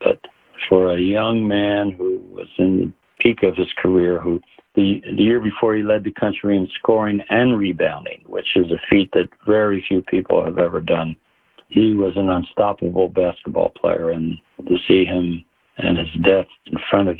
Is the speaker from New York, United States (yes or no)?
no; Philadelphia, Pennsylvania, United States; two Philly boys who are from my hometown, and I finally meet them in Los Angeles.